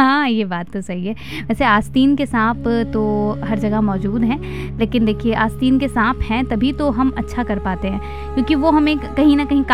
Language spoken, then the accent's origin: Hindi; Punjab, India; moved away; मेरा बचपन जो है पंजाब में बीता है